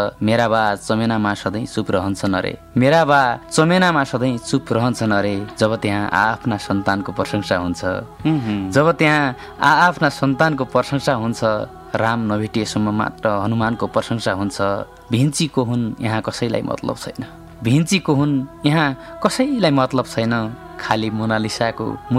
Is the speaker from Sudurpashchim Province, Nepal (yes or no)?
yes; Achham, Sudurpashchim Province, Nepal; मेरो घर अछाम हो, धेरै मिथकमा बाँचेका छु, कर्णाली प्रदेशका मान्छेहरू